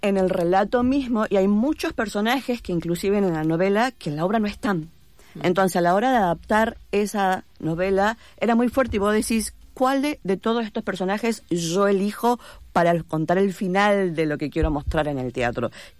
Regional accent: Chaco, Argentina; Yo soy nacida y criada en el Chaco, soy del litoral

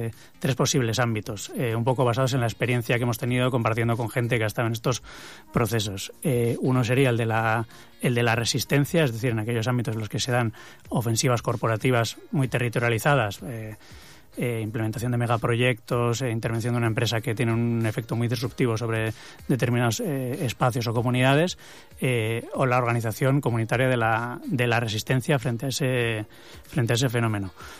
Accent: Basque Country, Spain; somos una misión, una delegación de 13 personas que venimos de todas del País Vasco

